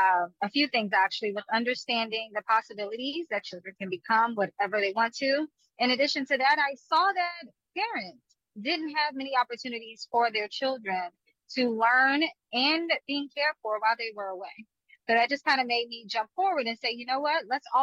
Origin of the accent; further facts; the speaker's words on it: Washington, District of Columbia, United States; I am a native Washingtonian. I am from east of the river, southeast, and that is where I mostly reside. I'm definitely Ward 7 and 8.